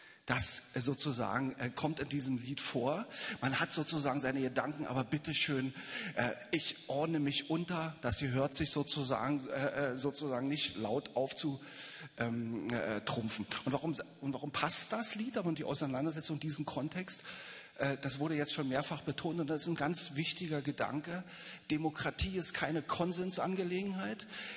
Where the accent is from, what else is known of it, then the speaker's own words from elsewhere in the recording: Berlin, Germany; Ich bin in Ostberlin geboren, 1967.